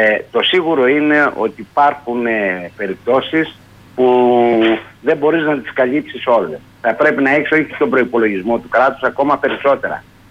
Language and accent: Greek; Greece